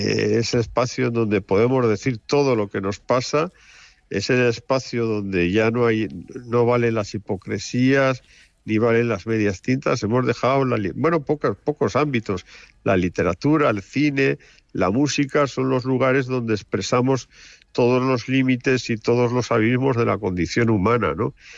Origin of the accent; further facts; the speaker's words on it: Barbastro, Aragon, Spain; O sea, yo soy de Barbastro. Encuentro a uno de Binéfar en Atenas.